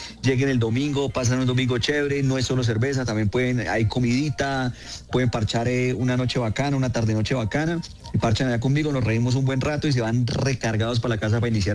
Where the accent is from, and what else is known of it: Colombia